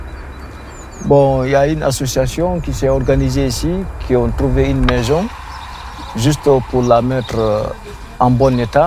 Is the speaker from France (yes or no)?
no; Guinea; moved away as an adult; Je viens de Guinée-Conakry. Ma vie était en danger, je ne pouvais pas y rester.